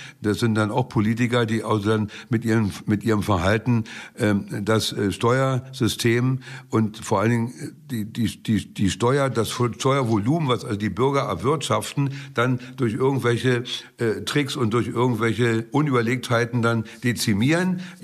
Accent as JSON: {"language": "German", "town": "Ratzeburg", "region": "Schleswig-Holstein", "country": "Germany", "tie": "born or raised there", "said": "komme noch auf meine Heimatstadt Ratzburg zu sprechen"}